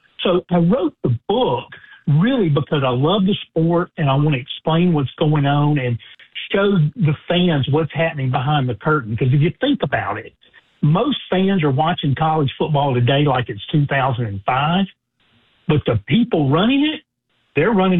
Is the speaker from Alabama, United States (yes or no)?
yes; Foley, Alabama, United States; The flagship station in my home state of Alabama. So really good to be on. I am a Foley native and an Alabama graduate